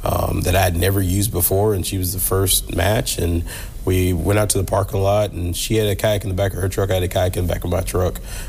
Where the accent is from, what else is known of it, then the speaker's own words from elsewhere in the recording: South Carolina, United States; also born or lived in Texas; now in Toledo, United States; I grew up in South Carolina. I spent 7.5 years in Texas.